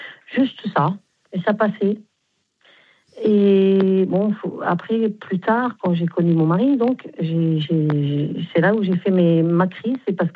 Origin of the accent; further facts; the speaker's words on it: Grand Est, France; now in Arles, France; Moi, je suis Lorraine, mais j'ai atterri à Arles.